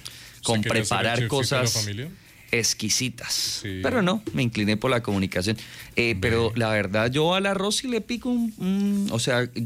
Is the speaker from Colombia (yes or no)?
yes; Santander, Colombia; Colombiano y santandereano que se respete, siempre para el almuerzo tiene que tener una copita de arroz